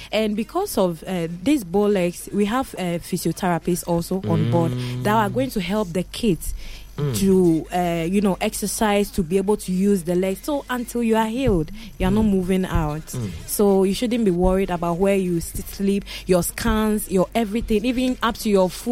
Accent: Ghana; because they know we are Ghanaian.

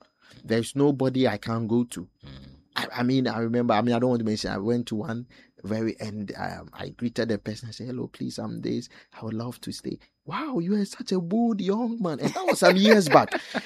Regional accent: Dadiase, Ashanti, Ghana; born there; I think I was born in the Ashanti region, specifically Dadiase. Which is in Mampong Nsuta. Yeah. So those of you know Mampong Bonkrum Nsuta. Yeah, that was where I was born.

